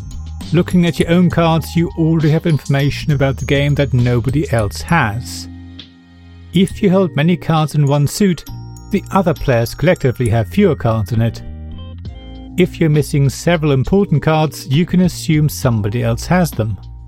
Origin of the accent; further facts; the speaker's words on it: Germany; mine was shaped by growing up in Germany, playing Skat and, especially, Doppelkopf.